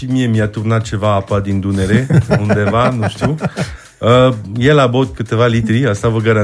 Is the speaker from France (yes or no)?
yes; France; moved away; că eu sunt francez, la bază